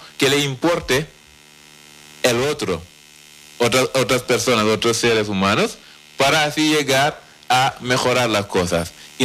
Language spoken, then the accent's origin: Spanish; Senegal; now in Spain; Finalmente, yo soy senegalés, he vivido aquí en Canarias